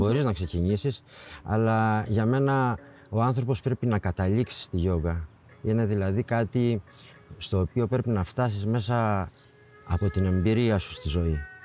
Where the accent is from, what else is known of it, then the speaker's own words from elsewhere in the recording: Choudetsi, Crete, Greece; also born or lived in Heraklion; Μου είναι από το Χουδέτσι. Έχω ζήσει αρκετά χρόνια στο Ηράκλειο και τα τελευταία 15 χρόνια ξαναμένω στο Χουδέτσι